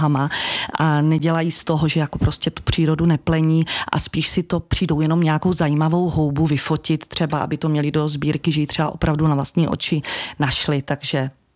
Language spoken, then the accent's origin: Czech; Silesia, Czechia; já pocházím ze Slezska a moje část rodiny z mamčiny strany vlastně je z Beskyd.